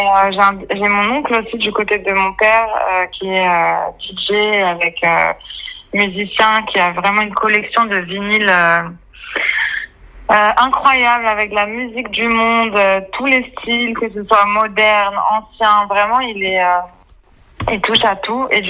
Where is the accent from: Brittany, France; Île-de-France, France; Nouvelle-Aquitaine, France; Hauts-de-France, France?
Île-de-France, France; Paris; moved away as an adult; also born or lived in Burkina Faso / Mali / Senegal; now in Cape Verde; J'ai grandi à Paris. Comme je vous ai dit, j'ai une mère marocaine, mon père tunisien.